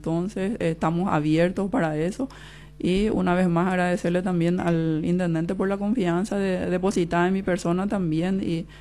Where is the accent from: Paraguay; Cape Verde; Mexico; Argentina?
Paraguay